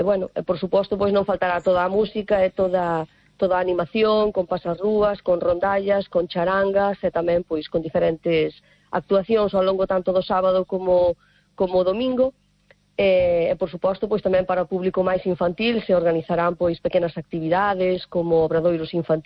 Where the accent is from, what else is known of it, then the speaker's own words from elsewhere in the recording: Lourenzá, Galicia, Spain; Un orgullo para nós, un orgullo pois que un laurentino, un veciño daqui, pois leve eso